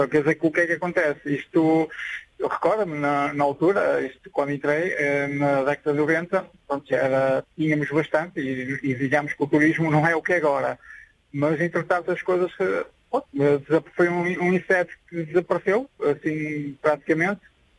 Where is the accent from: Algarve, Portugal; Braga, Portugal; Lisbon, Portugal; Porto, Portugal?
Porto, Portugal; Vila Nova de Gaia; Eu, Vila Nova de Gaia, Canelas.